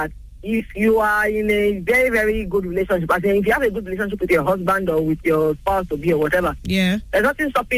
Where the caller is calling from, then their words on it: Ibadan, Oyo, Nigeria; Okay, so I'm … from Oluyole.